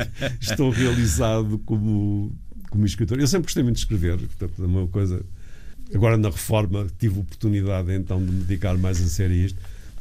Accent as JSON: {"language": "Portuguese", "town": "Vila do Conde", "region": "Norte", "country": "Portugal", "tie": "born or raised there", "said": "Eu cresci em Vila do Conde, como já disse duas ou três vezes."}